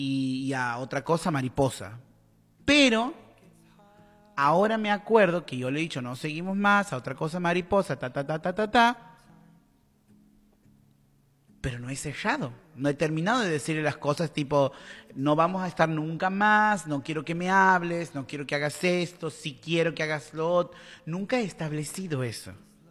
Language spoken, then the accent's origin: Spanish; El Salvador; Soy guanaca